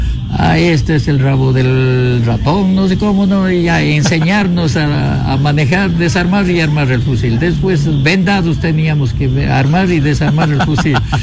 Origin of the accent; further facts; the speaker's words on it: Santa Isabel, Azuay, Ecuador; moved away as an adult; now in San José de Morona, Ecuador; yo dependo de una familia pobre. Vengo de la provincia de la Azuay, cantón Santa Isabel, parroquia La Unión. De La Unión de Yunguilla vine a La Unión de San José de Morona. Yo vine en el 1981 cuando fue las invasiones de Paquisha